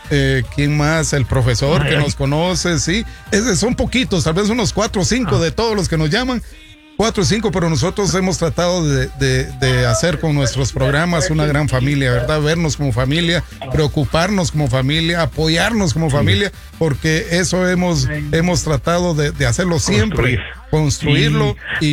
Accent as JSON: {"language": "Spanish", "country": "Guatemala", "said": "soy chapín, ¿verdad? Y sí hablamos similares, pero tenemos nuestros modismos."}